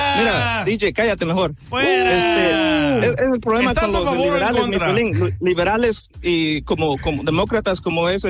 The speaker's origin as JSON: {"language": "Spanish", "country": "Mexico", "moved": "yes", "lives_now": "United States", "said": "yo soy orgulloso, soy mexicano"}